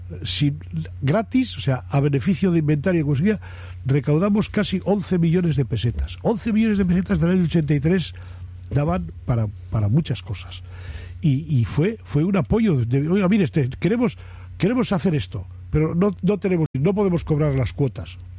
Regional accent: Bilbao, Basque Country, Spain; yo soy nacido en Carnicería Vieja, como te he dicho antes, y yo nunca me he planteado irme de vivir del casco viejo. Y he cambiado 5 veces de casa, pero no me planteo.

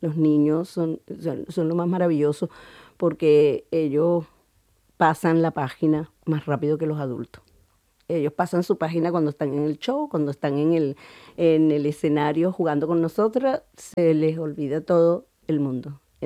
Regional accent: Caracas, Capital District, Venezuela

